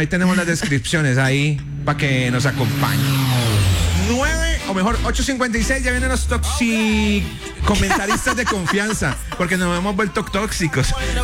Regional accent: Cali, Valle del Cauca, Colombia; Soy un DJ caleño al 100%, pero con alma americana.

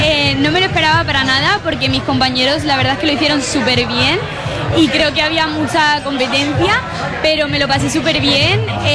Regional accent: Elche, Valencian Community, Spain; este festival que está en mi tierra y no hay cosa que me guste más que cantar en mi tierra

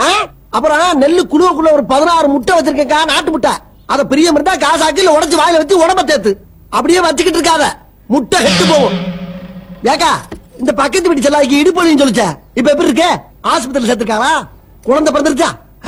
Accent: Kanadukathan, Tamil Nadu, India; காரக்குடி பக்கத்துல காணாடு காத்தா.

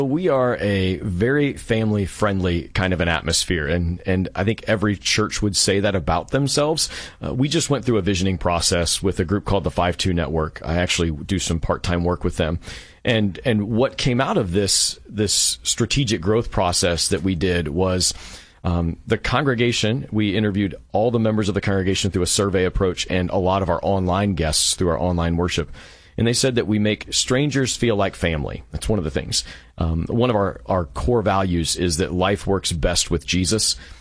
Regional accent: Marysville, Ohio, United States; now in Galena, United States; I planted a church before that in Marysville, which is my hometown where I mm-hmm. grew up

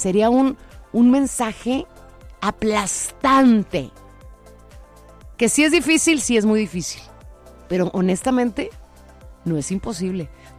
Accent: Argentina; No, es que también soy argentina. ¿Cómo le hago?

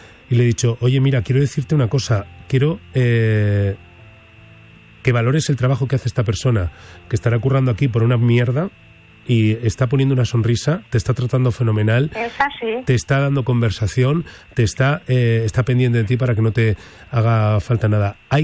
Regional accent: Burgos, Castile and León, Spain

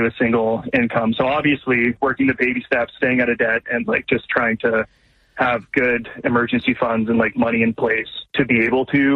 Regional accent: Ottawa, Ontario, Canada; I grew up in Ottawa. My parents don't live there anymore. They've moved. They live on the east coast of Canada.

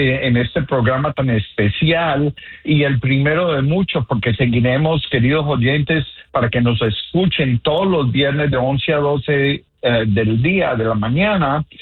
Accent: Colombia; now in United States; Soy originalmente de Colombia, Sudamérica.

